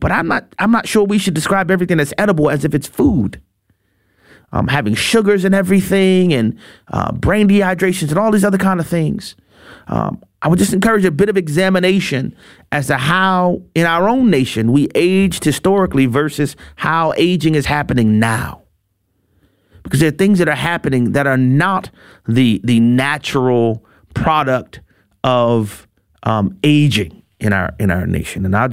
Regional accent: Louisiana, United States; my home state in Louisiana

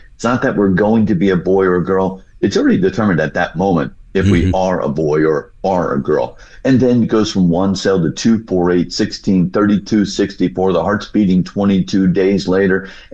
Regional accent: New Jersey, United States; moved away as an adult; also born or lived in Florida; I grew up in New Jersey. I was blessed to grow up in a God-fearing Christian home.

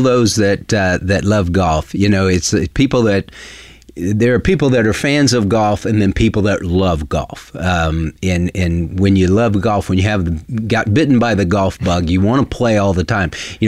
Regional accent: Texas, United States; So we're obviously from East Texas, where it's pretty and green.

